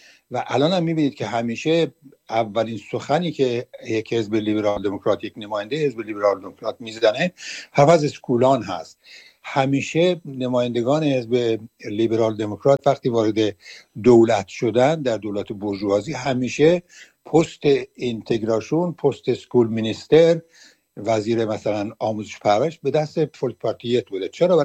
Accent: Iran; moved away; ما که دین نداریم، ما ایرانی ها دیگه از این اسلام چنان زده شدیم که اگرم قرار باشه گرایش دینی داشته باشیم، یا گرایش زرتشتی یا گرایش میترایی و از این چیزا، گرایش ایران باستان هست

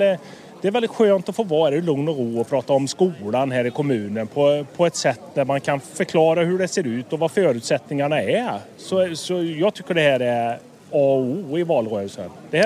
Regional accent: Sweden; Jag är uppvuxen ute i Kinnarslutarp, men jag har bott i samhället.

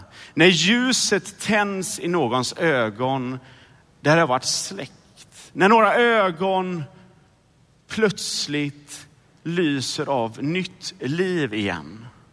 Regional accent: Sydkoster, Västra Götaland County, Sweden; Jag skulle ha ansvar för mejeriavdelningen hemma på Sydkoster på affären.

